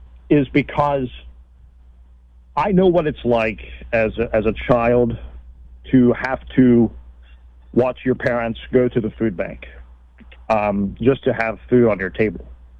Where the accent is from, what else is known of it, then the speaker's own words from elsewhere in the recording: Marion County, West Virginia, United States; I'm from Marion County.